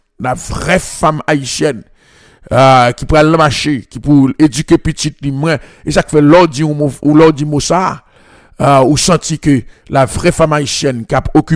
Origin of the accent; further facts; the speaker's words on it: Haiti; nous en tant que haïtien